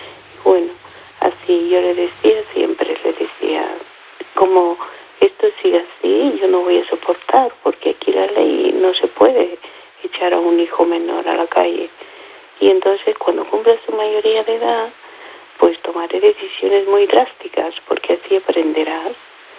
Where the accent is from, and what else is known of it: Peru